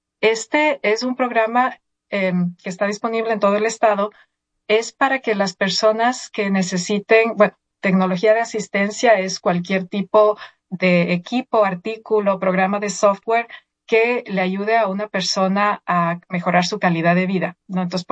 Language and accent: Spanish; Ecuador; moved away as an adult; now in United States